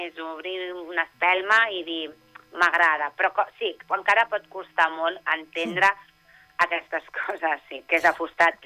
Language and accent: Catalan; Terrassa, Catalonia, Spain; T'ho dic Terrassa, jo soc de Terrassa.